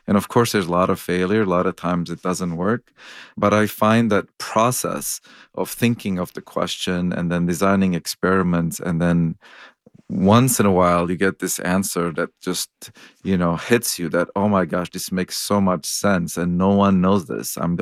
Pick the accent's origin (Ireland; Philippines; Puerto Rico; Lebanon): Lebanon; now in United States; I'm an immigrant from Lebanon of Armenian origin, and a lot of folks I know in this category want a medical doctor in the family.